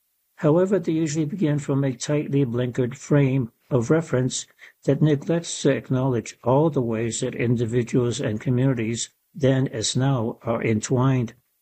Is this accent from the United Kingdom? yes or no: yes; England, United Kingdom; As a child growing up outside London, I learned next to nothing about the American Revolution and its global ripple effects.